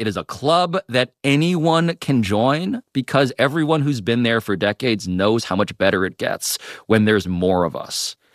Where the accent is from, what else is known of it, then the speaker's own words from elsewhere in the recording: New York City, New York, United States; one of the best experiences you could have as a New Yorker, and I'm saying all time, I've been here for 40 years, born and raised